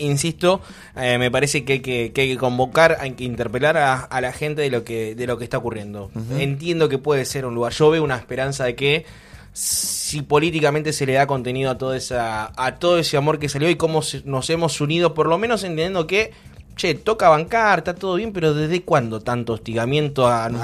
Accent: Argentina; now in Bahía Blanca, Argentina; ¿Qué vamos a hacer como argentinos?

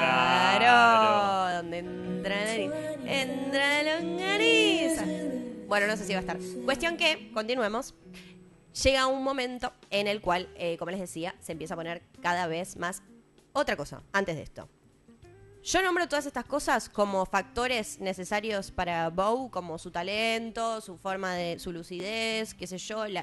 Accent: San Miguel, Buenos Aires Province, Argentina; born there; Nací en San Miguel, así que no, es un poco, no aplica.

